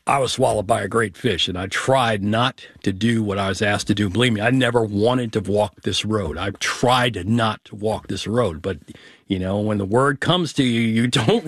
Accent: Westfield, New Jersey, United States; I grew up in Westfield, New Jersey, when there were, riots after Dr. King was shot in Newark

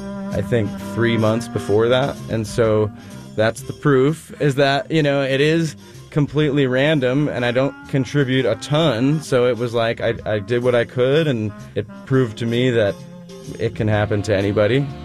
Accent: Raleigh, North Carolina, United States; I'm a sustainer of WUNC. I'm from Raleigh, North Carolina

